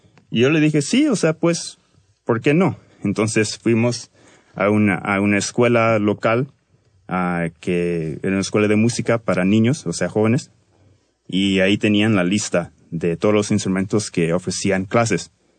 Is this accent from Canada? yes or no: yes; Canada; soy de Canadá, pero mis padres son latinos, entonces soy parte de la diáspora latina.